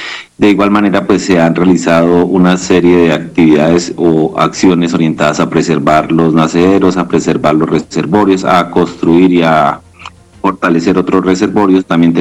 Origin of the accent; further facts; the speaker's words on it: Duitama, Boyacá, Colombia; born there; Yo soy nacido en Duitama, Boyacá.